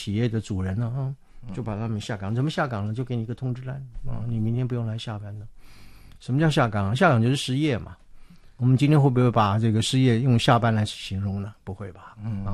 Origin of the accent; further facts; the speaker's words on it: Northeast China, China; moved away; 我是东北人，所以那个年代我曾经回我的家乡，我那个家乡里面的人呢，基本上没有人不下岗的，东北叫老工业地，老工业基地嘛